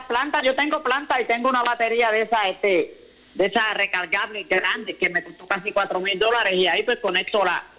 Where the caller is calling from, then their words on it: San Germán, Puerto Rico; De San Germán, de aquí de Pinquiñones